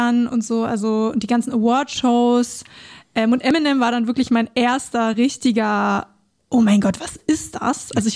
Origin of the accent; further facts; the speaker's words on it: Berlin, Germany; accent: Berlin dialect; Einmal über unseren Berliner Dialekt und über Enoch.